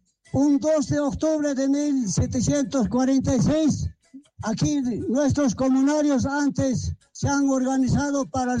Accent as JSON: {"language": "Spanish", "country": "Bolivia", "said": "De ahí venimos los comunarios de San Salvador de Salinas."}